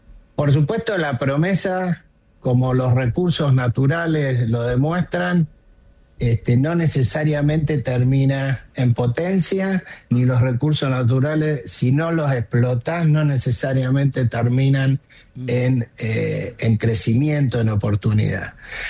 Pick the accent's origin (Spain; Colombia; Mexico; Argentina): Argentina; Nosotros somos empresarios que vivimos, nacimos, fuimos criados y vivimos en la Argentina, con nuestra familia en Argentina.